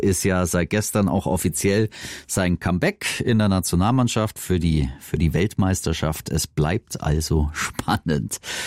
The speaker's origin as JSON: {"language": "German", "town": "Augsburg", "region": "Bavaria", "country": "Germany", "said": "Also ich komm ja aus Augsburg und ich habe in Krixhaber habe ich Fußball gespielt und in Neuses"}